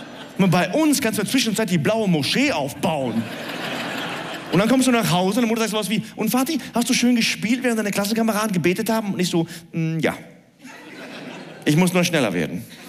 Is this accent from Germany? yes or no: yes; Cologne, North Rhine-Westphalia, Germany; Ich bin in Köln-Nippes aufgewachsen. Meine Köln-Nippes, kennt ihr das?